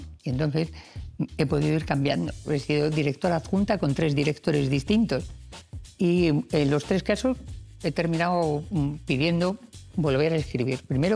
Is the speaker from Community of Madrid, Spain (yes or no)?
yes; Madrid, Community of Madrid, Spain; born there; Yo nací en Madrid, mi padre era de Úbeda, de Jaén, y mi madre era cubana.